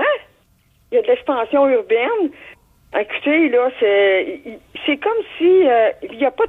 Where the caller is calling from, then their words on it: Sherbrooke, Quebec, Canada; Moi, je suis à Sherbrooke.